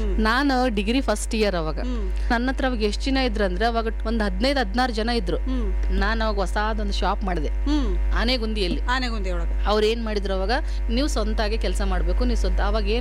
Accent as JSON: {"language": "Kannada", "town": "Hanumanahalli", "region": "Karnataka", "country": "India", "tie": "born or raised there", "said": "ನನ್ನ ತವ್ರ ಮನೆ ಗಂಗಾವತಿ, ಅದ್ರ ಹತ್ರದಲ್ಲಿ ಬರೋ ಹನುಮನಹಳ್ಳಿ. ಇವಾಗ ಅಂಜಿನಾದ್ರಿ ಬೆಟ್ಟ ಅಂತಾರಲ್ಲ ಅದೇ ಊರು ನನ್ನ ಊರು."}